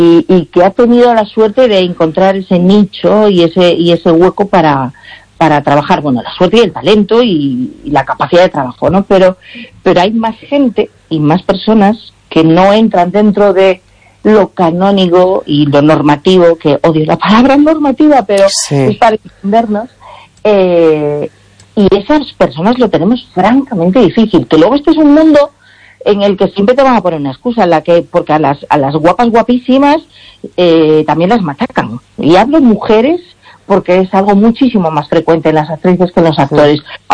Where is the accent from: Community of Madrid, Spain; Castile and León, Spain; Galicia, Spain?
Galicia, Spain; yo soy mestiza también y, sí, y mi padre es de origen marroquí, mi madre es ourensana, y bueno, yo me crié aquí y nací aquí y toda mi vida la he hecho aquí, ¿no? Y entonces, pues en ese sentido es como me siento muy gallega.